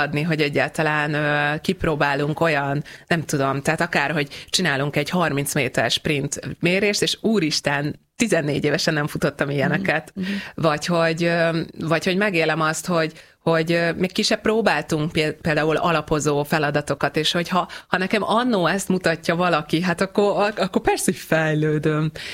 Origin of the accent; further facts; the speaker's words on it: Hungary; oké, hogy gánai magyar vagyok